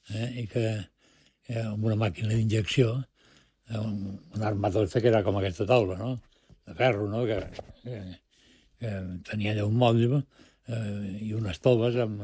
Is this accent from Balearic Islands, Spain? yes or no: yes; Balearic Islands, Spain; also born or lived in Madrid; perquè vaig arribar a Menorca que tenia 10 anys. I en tenc 73, ja em diràs tu, si no som menorquí, no sé què som.